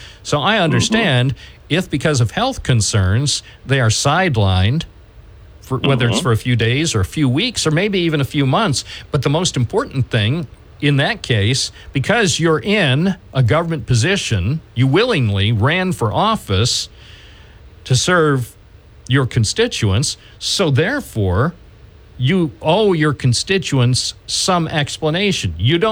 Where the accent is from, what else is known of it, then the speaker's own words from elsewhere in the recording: New York, United States; as a New Yorker